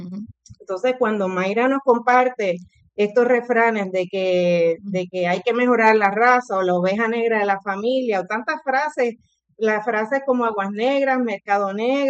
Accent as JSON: {"language": "Spanish", "country": "Puerto Rico", "said": "yo me considero una mujer puertorriqueña evidentemente negra"}